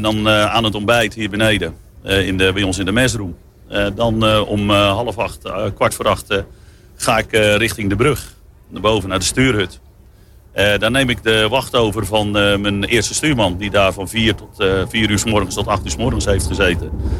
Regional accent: Katwijk aan Zee, South Holland, Netherlands; En ik kom zelf uit Katwijk aan zee. Dus ja, dat zat er wel in allemaal.

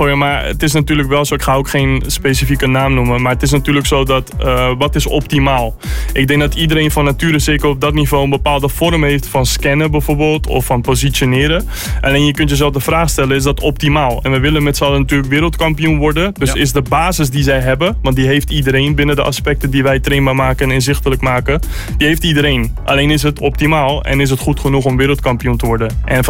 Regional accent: Netherlands; Ik zit daar ook natuurlijk als Nederlander, als supporter.

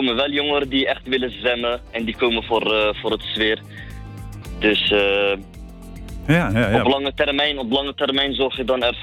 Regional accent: Rotterdam, South Holland, Netherlands; born there; Ja? Ik ben 30 jaar oud. Ik ben geboren in Rotterdam-Zuid

